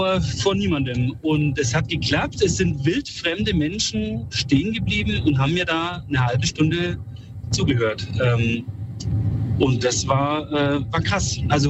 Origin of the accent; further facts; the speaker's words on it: Bayreuth, Bavaria, Germany; Ich habe das in Bayreuth gemacht, das ist meine Heimatstadt.